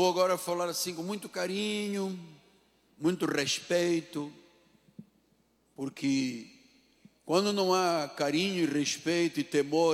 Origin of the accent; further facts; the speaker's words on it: Angola; na minha língua, da minha terra, Angola, Quimbundo.